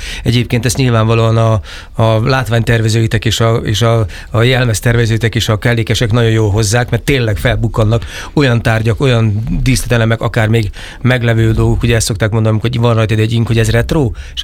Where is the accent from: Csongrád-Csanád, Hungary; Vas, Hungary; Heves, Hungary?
Csongrád-Csanád, Hungary; Szeged; én szegedi vagyok